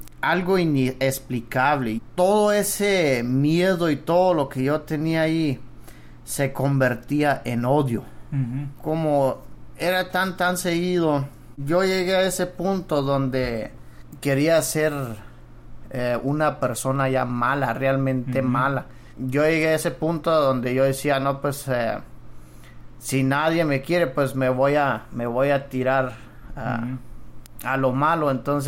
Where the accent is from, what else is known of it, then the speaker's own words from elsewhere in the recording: Cuauhtémoc, Chihuahua, Mexico; Yo vengo de Cuauhtémoc, Chihuahua. Es una colonia menonita ahí. Uh-huh. Hay algunas colonias, pero lo que es más donde yo crecí es en Los Cienes.